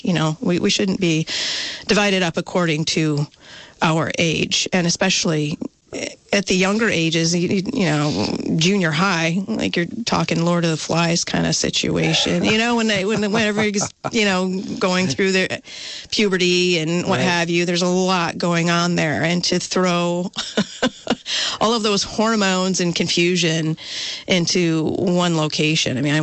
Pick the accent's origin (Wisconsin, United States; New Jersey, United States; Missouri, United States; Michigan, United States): Michigan, United States; moved away as an adult; now in Vermont, United States; I came here. My boss, I came from Western Michigan, worked for Wolverine Worldwide, and my former boss there came to Vermont to work for Merrell Footwear here in Vermont.